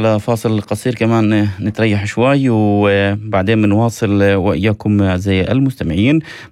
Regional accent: Palestine; يعني وجود تجارب عنا كفلسطينيين في الداخل من خلال أعضاء الكنيسة كانت تجارب ناجحة

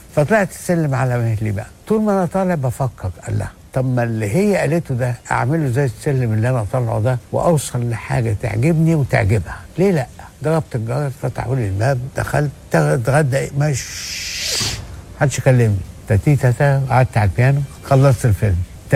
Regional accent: Tanta, Gharbia, Egypt; moved away; أنا جاي من طنطا

